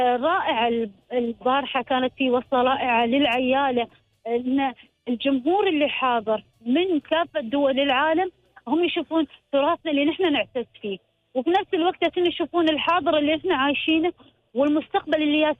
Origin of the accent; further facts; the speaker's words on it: United Arab Emirates; هنا عندنا في الإمارات